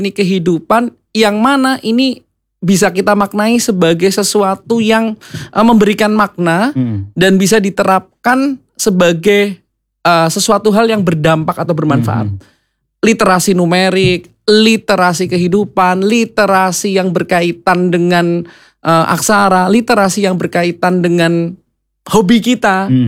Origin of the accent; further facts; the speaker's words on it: Kebumen, Central Java, Indonesia; Saya aslinya dari Kebumen.